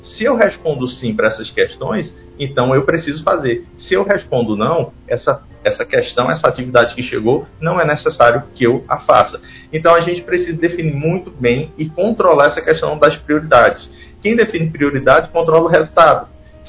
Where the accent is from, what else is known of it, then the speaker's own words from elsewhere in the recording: Brazil; como um bom brasileiro